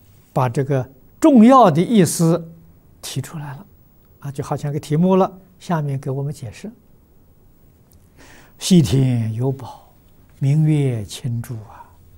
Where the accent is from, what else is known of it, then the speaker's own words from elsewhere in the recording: China; 在我们中国，我小时候住在农村